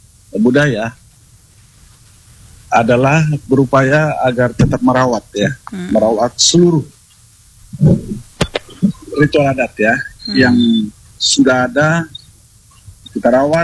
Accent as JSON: {"language": "Indonesian", "region": "East Nusa Tenggara", "country": "Indonesia", "said": "Kalau dalam budaya dan tradisi kami orang Manggarai."}